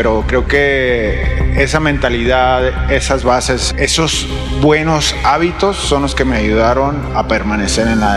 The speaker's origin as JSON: {"language": "Spanish", "country": "Mexico", "said": "Yo quería venir y quería representar a mi país. Soy orgullosamente mexicano y eso lo llevo en el corazón"}